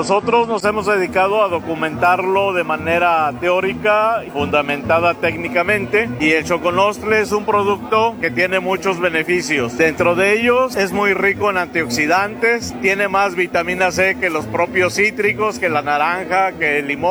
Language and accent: Spanish; Mixquiahuala, Hidalgo, Mexico; Venimos del municipio de Mixquiahuala, Hidalgo.